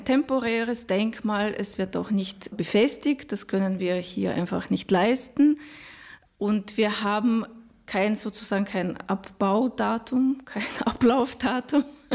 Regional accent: Russia; Wer nicht weiß, ich komme aus Russland. Und das geht einem sehr nahe.

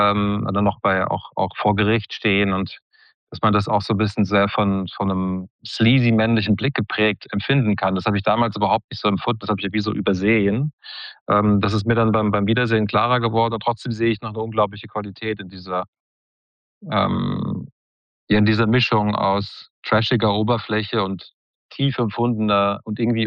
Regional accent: Maintal, Hesse, Germany; Da gab es in Maintal, wo ich aufgewachsen bin, bei Frankfurt, absurderweise die beste Skatehalle Europas

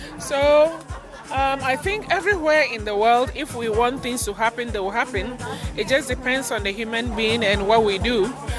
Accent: Ghana; English is a second language; now in Austria; I don't speak Swahili because I'm from Ghana, but I want to learn to speak it.

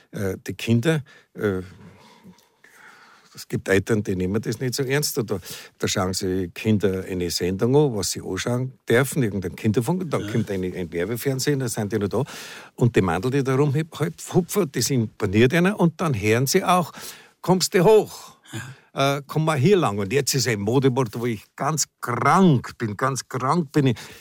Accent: Berlin, Germany; Die ganzen ausländischen Filme, was da synchronisiert werden bei uns, das sind als Berliner, dass man nicht falsch versteht.

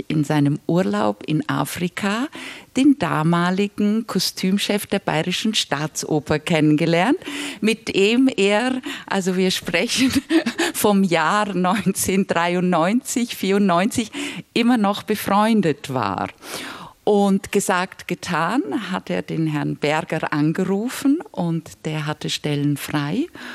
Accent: Switzerland; ich bin dann in der Schweiz geboren, aber trotzdem in so einem Schmelztiegel aufgewachsen zwischen einer Kultur aus Prag mit wahnsinnig viel Theater und Kultur und so weiter

